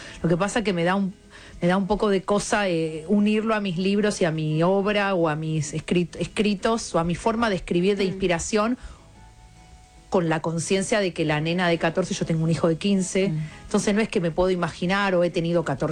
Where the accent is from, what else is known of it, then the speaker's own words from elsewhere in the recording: Buenos Aires, Argentina; crecimos nosotras mujeres en Argentina, digo Buenos Aires, pues yo soy porteña